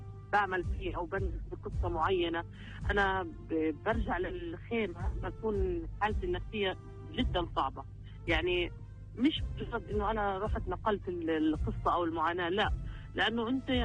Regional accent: Gaza Strip, Palestine; يعني أنا من الجنوب مقيمة هالجيت والتكريم في غزة

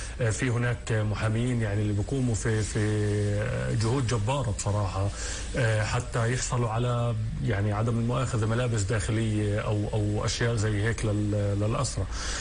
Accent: Palestine; احنا من فلسطين

